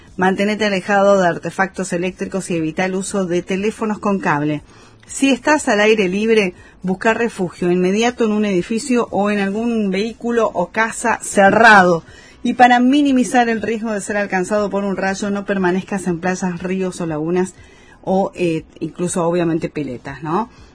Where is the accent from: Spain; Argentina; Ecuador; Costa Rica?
Argentina; Corrientes; Somos todos los correntinos, las ciudades correntinas que estamos bajo alerta a esta hora de la tarde.